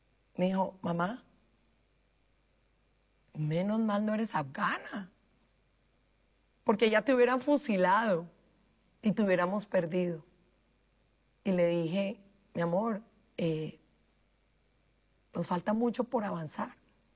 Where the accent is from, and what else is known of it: Colombia